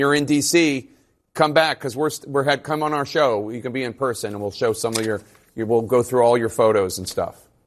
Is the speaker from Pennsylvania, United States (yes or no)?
yes; Philadelphia, Pennsylvania, United States; That's my hometown.